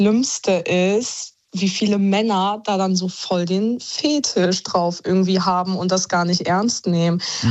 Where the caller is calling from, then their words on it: Düsseldorf, North Rhine-Westphalia, Germany; Ja, Düsseldorf.